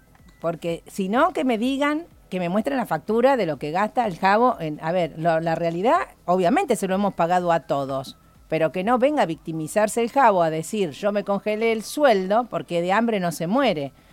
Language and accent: Spanish; Argentina